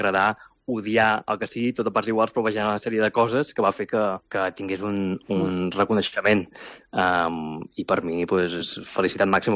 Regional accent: Mataró, Catalonia, Spain; jo que sóc de Mataró i he mamat pirotècnia des de ben petit

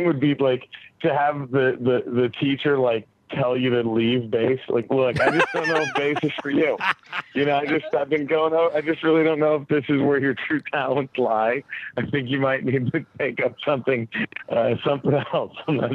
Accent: Dallas, Texas, United States; now in Los Angeles, United States; Dallas, Texas is my hometown, but I live in L.A. now.

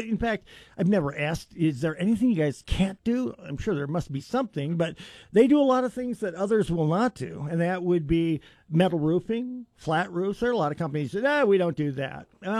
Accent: United States; Because I'm an American and I live here and our priorities are number one here.

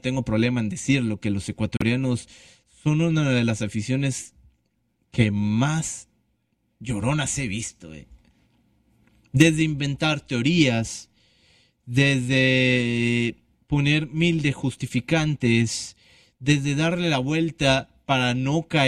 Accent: Mexico; nosotros a lo mejor como mexicanos

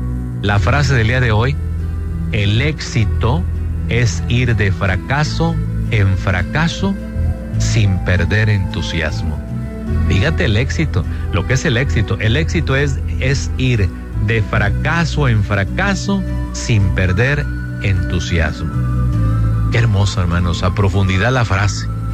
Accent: Mexico; somos mexicanos, pero también somos guadalupanos.

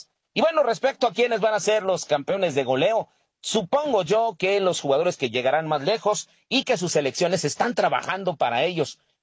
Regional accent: San Cristóbal de las Casas, Chiapas, Mexico; de San Cristóbal de las Casas.

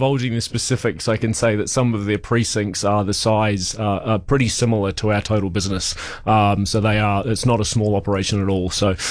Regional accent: Christchurch, Canterbury, New Zealand; moved away as an adult; also born or lived in Sydney, Australia / Wellington; I'm originally from Christchurch, spent 9 months in Wellington. That was 20 years ago. And I went on holiday to Sydney and got stuck for 18 years.

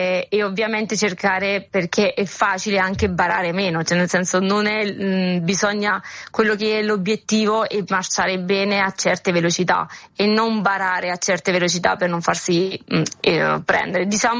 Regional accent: Mottola, Apulia, Italy; moved away as an adult; now in Ostia, Italy; le origini e l'essere pugliese

